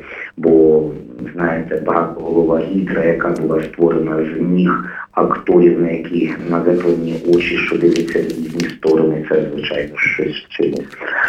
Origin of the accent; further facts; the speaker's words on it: Chernihiv, Chernihiv Oblast, Ukraine; born or raised there